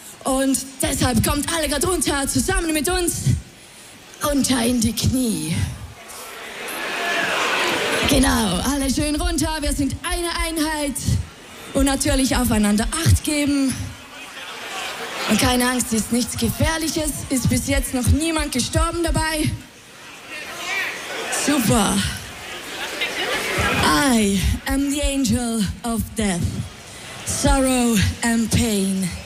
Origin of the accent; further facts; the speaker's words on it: Switzerland; wir kommen aus der Schweiz.